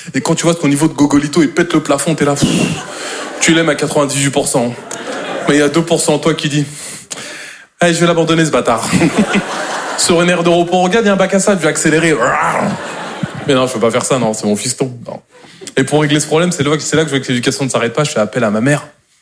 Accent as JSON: {"language": "French", "region": "Normandy", "country": "France", "said": "Moi, je suis normand de base et j'aime pas trop silence."}